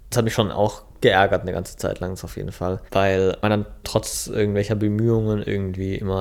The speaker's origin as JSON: {"language": "German", "country": "Germany", "tie": "born there", "first_language": "German", "said": "ich dann eher als Deutscher wahrgenommen werden wollte, weil ich ja hier geboren bin und eben nur die deutsche Sprache spreche, also muttersprachlich."}